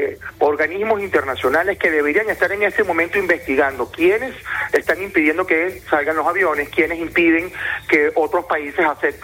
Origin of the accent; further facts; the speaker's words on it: Venezuela